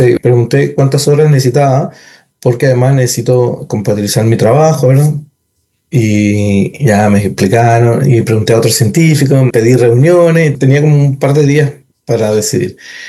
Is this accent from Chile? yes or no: yes; Chile; Uno también siempre como buen chileno